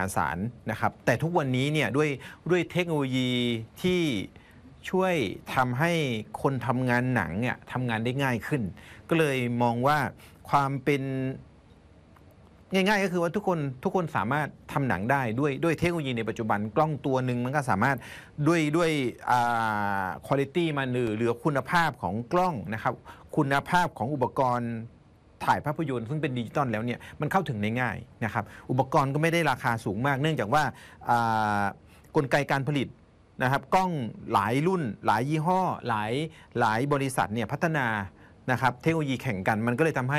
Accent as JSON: {"language": "Thai", "region": "Isan", "country": "Thailand", "tie": "born or raised there", "said": "ความเป็นอีสานที่เราอยู่กับความเป็นอีสานตั้งแต่เกิดอะครับ"}